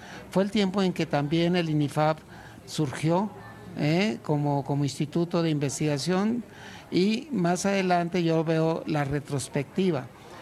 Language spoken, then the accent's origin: Spanish; State of Mexico, Mexico; tengo hijos que aquí nacieron, yo soy del Estado de México y lo digo con mucho orgullo, aunque haya viajado mucho